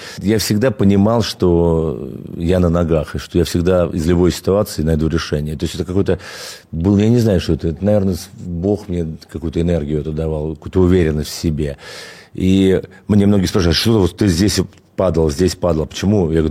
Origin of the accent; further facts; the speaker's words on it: Khimki, Moscow Oblast, Russia; Слушай, я родился в Химках, это Подмосковье, на левом берегу, в частности, это такой подмосковный район, прям сразу за кольцевой дорогой.